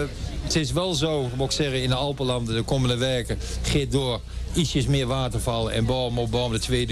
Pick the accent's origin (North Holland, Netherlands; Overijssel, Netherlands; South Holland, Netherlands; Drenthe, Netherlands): Overijssel, Netherlands; Deventer; born there; moved away; Toen ik nog op de lagere school zat, toen we nog in Dervent woonden dan